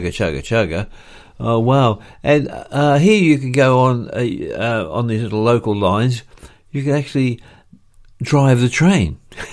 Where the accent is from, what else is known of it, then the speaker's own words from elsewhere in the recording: Victoria, Australia; moved away; where I lived in Australia, well, there was still steam engines when I was a kid